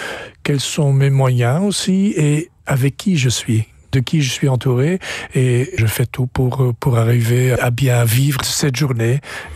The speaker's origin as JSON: {"language": "French", "town": "Nassogne", "region": "Wallonia", "country": "Belgium", "said": "je suis de Nassogne, le flamand du village."}